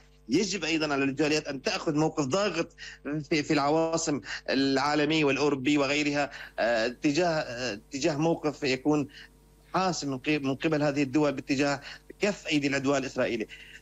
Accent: Syria; من قبلنا كسوريين جميعا

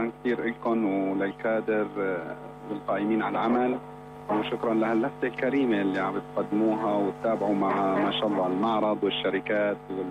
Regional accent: Aleppo, Aleppo Governorate, Syria; أنا من حلب لكن حبيت الشام أكثر بكثير.

